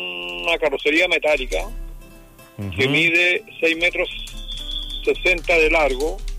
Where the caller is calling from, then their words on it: Copiapó, Atacama, Chile; de Copiapó.